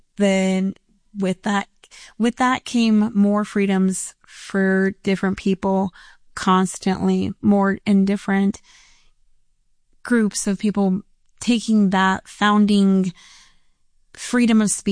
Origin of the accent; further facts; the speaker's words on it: Omaha, Nebraska, United States; Yes, I'm from Omaha.